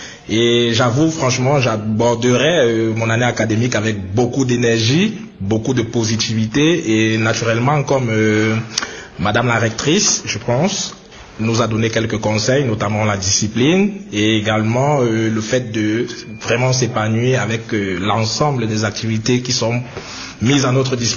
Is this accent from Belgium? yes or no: yes; Liège, Wallonia, Belgium; moved away as an adult; now in Winnipeg, Canada; moi je viens de la Belgique, à Liège. Donc parmi les critères de sélection pour venir m'installer à Winnipeg, j'ai vu des similarités avec Liège.